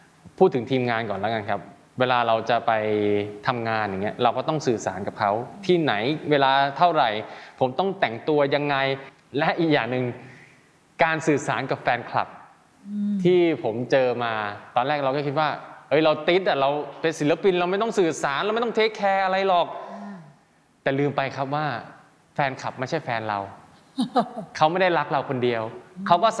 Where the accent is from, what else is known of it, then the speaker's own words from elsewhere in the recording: Isan, Thailand; เราเป็นคนแบบนี้นะเราชอบแบบนี้เราเป็นคนอีสานเราก็พูดอีสานไปเลย